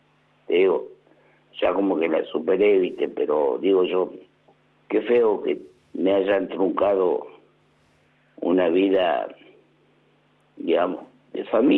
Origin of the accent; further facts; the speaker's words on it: Salta, Argentina; also born or lived in Río Negro; Porque yo tenía mi familia allá en la provincia de Río Negro, yo soy de Salta, y había, digamos, como quien dice, hecho mi rancho ahí en Río Negro